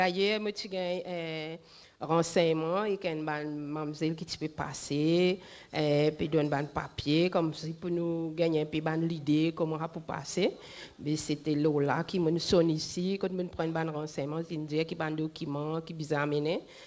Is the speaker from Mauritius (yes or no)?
yes; Mauritius; moved away as an adult; now in Rodrigues, Mauritius; Au fait, moi, je suis à Maurice depuis bien petit.